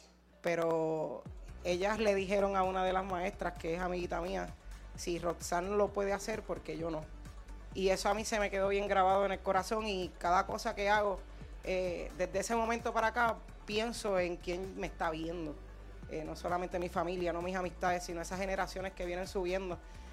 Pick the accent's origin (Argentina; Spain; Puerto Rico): Puerto Rico; Carolina; El negocio está ubicado en el barrio donde yo me crié, en donde yo nací, en el cual viví hasta hace 3 años atrás. Es el barrio Sabana Bajo, en Carolina.